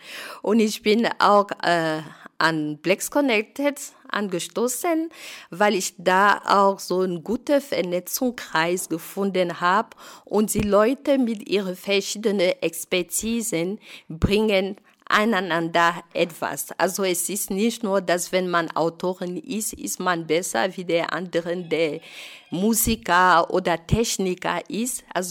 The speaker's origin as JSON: {"language": "German", "country": "Cameroon", "second_language": "German", "moved": "as an adult", "lives_now": "Germany", "said": "Weil ich komme aus Kamerun, ein Land so im Zentral von Afrika"}